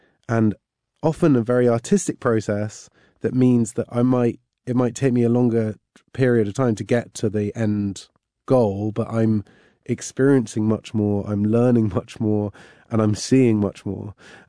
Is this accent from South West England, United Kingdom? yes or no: yes; Cheltenham, South West England, United Kingdom; I had a really great upbringing in that town, and my dad was an English teacher at my school.